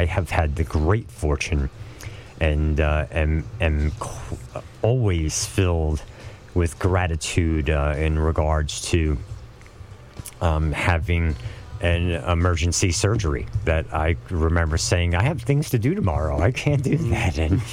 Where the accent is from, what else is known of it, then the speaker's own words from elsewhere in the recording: New York City, New York, United States; I know growing up in New York City, there were over 30 humans in my age range